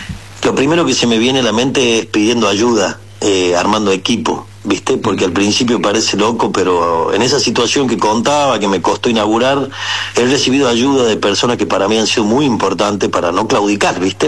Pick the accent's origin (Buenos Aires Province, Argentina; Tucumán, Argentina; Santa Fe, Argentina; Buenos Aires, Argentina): Tucumán, Argentina; born or raised there; now in Córdoba, Argentina